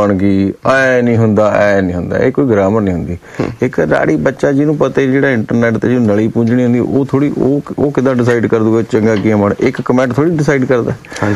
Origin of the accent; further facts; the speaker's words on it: Punjab, India; ਅਸੀਂ ਪੰਜਾਬੀ ਹਾਂ, ਪੰਜਾਬ ਦੀ ਗੱਲ ਕਰਾਂਗੇ, ਸਾਨੂੰ ਤਾਂ ਖੇਤਾਂ ਦਾ ਆਪਦੇ ਮਜ਼ਦੂਰਾਂ ਨਾਲ ਪਿਆਰ ਹੈ